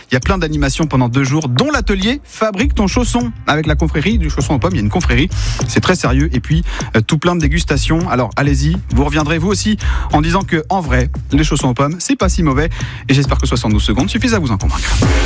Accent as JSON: {"language": "French", "region": "Pays de la Loire", "country": "France", "said": "Le chausson aux pommes, il est de chez nous, en Sarthe."}